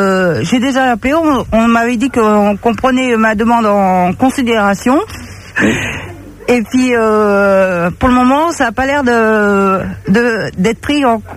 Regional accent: France; now in Dallas, United States; Entre parenthèses, je suis française

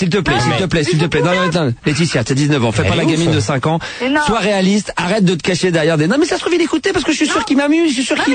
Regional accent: Italy; Genre, je suis italienne, donc je dois être jalouse et possessive.

